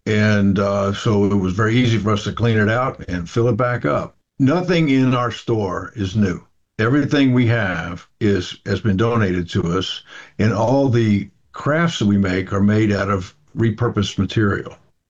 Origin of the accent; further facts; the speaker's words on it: Missouri, United States; moved away; I have a niece with Down syndrome, and she lives in Missouri in my hometown